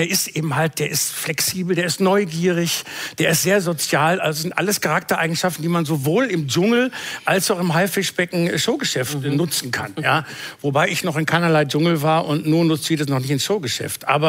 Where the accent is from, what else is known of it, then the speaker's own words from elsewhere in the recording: Bielefeld, North Rhine-Westphalia, Germany; ein Klassenkamerad von mir, der in Bielefeld in meiner Heimatstadt Bielefeld, einen kleinen nachhaltigen, oft und sehr viel prämierten Verlag hat